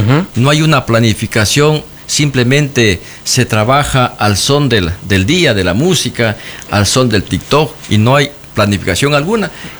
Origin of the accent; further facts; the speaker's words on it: Los Encuentros, Zamora-Chinchipe, Ecuador; yo soy de Los Encuentros, tengo una propiedad acá